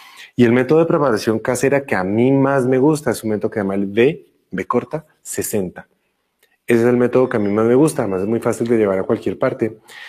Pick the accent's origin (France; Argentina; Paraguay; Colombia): Colombia; como yo soy colombiano